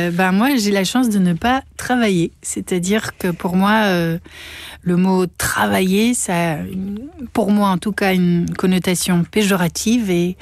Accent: Namur, Wallonia, Belgium; moved away; surtout quand on vient de Namur et qu'on arrive à Paris, qui est une ville qui peut être agressive et violente.

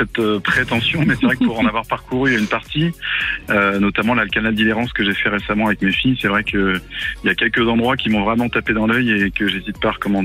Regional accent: Nantes, Pays de la Loire, France; moi, je suis de Nantes depuis de longue date

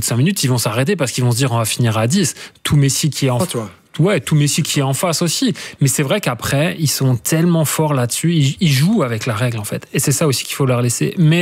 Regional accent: France; quand j'étais gamin en France

